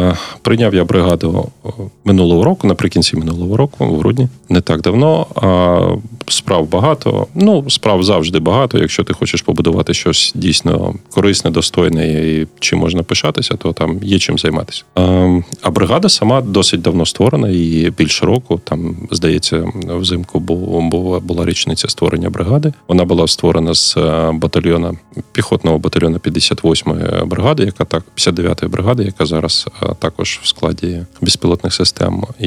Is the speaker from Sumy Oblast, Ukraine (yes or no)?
yes; Konotop, Sumy Oblast, Ukraine; now in Kyiv, Ukraine; Я взагалі-то з Конотопу, Сумська область.